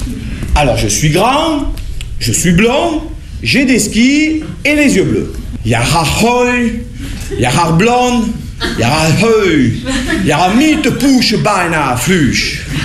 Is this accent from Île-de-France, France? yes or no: no; Marseille, Provence-Alpes-Côte d'Azur, France; born there; Bon, je suis né à Marseille, qu'est-ce que vous voulez que j'y fasse?